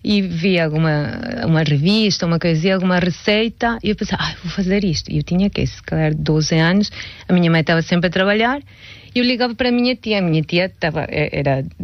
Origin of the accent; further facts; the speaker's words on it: Yucatán, Mexico; Portuguese is a second language; now in Portugal; no México, bem, eu sou de Yucatán, que é a província, e na verdade tive a fortuna de estar numa escola muito, muito boa. Acho que foi a primeira escola que abriu em Yucatán, em Mérida, que é a capital